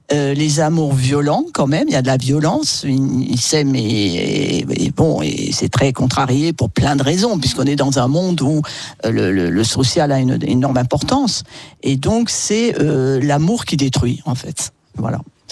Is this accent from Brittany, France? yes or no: no; Marseille, Provence-Alpes-Côte d'Azur, France; je suis marseillaise, je connais personne